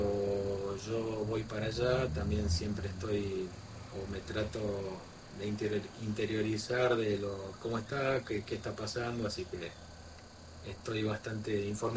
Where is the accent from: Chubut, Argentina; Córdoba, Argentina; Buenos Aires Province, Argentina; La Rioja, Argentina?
La Rioja, Argentina; moved away; lo que pasa es que yo hace tanto tiempo que me fui de La Rioja que siempre igual para mí es un placer volver y siempre, digamos, siempre estoy volviendo.